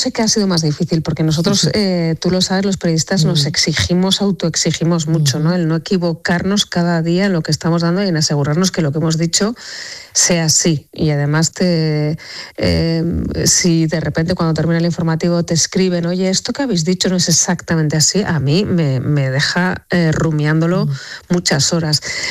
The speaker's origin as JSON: {"language": "Spanish", "region": "Navarre", "country": "Spain", "tie": "born or raised there", "said": "es mi tierra, es mi infancia también. Yo pasaba mucho tiempo también, hacía muchos intercambios con chicas francesas en mi juventud para aprender francés"}